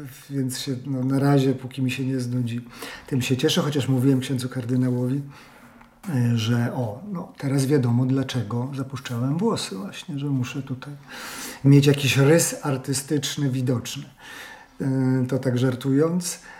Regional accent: Pabianice, Łódź Voivodeship, Poland; moved away; Tylko podstawowa szkoła pierwszego stopnia w Pabianicach, bo pochodzę z Pabianic.

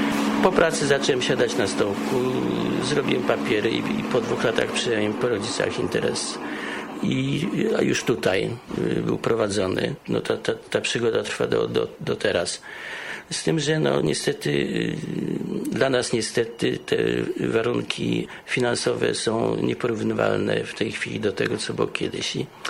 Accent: Łódź, Łódź Voivodeship, Poland

